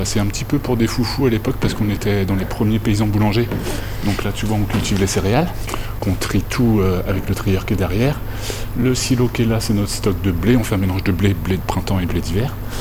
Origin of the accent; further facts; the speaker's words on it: Vannes, Brittany, France; Je suis de Vannes, moi, fils d'ouvrier, travailleur dans le social